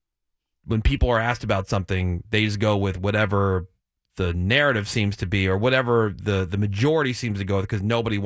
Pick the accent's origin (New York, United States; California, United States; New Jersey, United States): New Jersey, United States; And I grew up in New Jersey